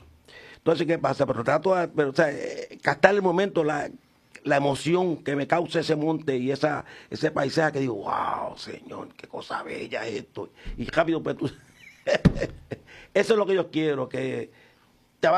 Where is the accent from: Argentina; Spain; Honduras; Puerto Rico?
Puerto Rico; Hormigueros; de Rincón, Laja, Hormiguero, mi pueblo